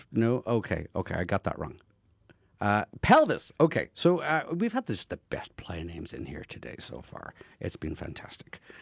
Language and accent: English; Ireland; I am also from Ireland.